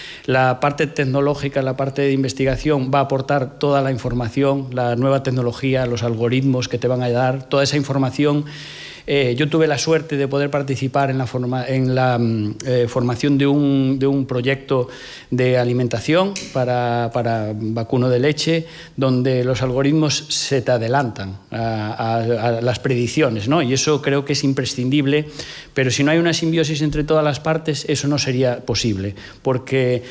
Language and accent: Spanish; Ribadeo, Galicia, Spain; no solo en Asturias, sino yo soy limítrofe, soy del Ayuntamiento de Ribadeo, en Galicia manejamos los mismos datos